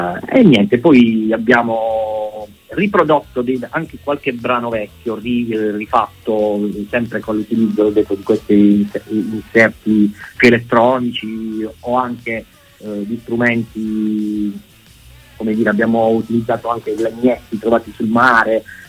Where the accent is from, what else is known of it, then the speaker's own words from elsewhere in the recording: Mola di Bari, Apulia, Italy; mentre io sono di Mola di Bari, e Niccolò è di Capurso, che sono due, sì, paesi a 15-20 km più o meno da Bari